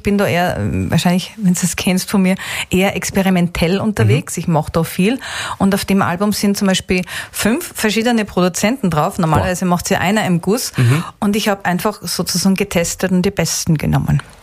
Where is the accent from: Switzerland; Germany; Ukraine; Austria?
Austria; Graz, Styria; ich bin doch aus Graz, gell? Also Österreicherin, aber es kommt wahrscheinlich von der sehr hochdeutschen Aussprache im Gesang, nehme ich an, dass das manche denken.